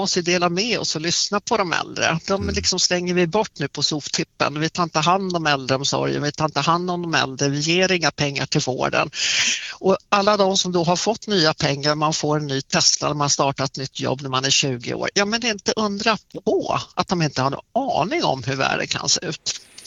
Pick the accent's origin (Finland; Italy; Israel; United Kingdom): Italy; Jag är ju från Italien så att jag tutar en hel del.